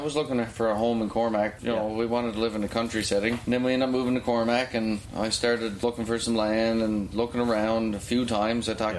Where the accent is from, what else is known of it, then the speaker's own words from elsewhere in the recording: Parsons Pond, Newfoundland and Labrador, Canada; I'm from Parsons Pond originally. I grew up in a fishing community, and my grandmother was a big inspiration.